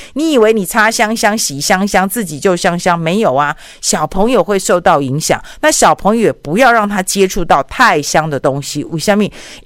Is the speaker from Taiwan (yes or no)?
yes; Taiwan; 我们台湾人体内的塑化剂浓度是高于欧美7倍，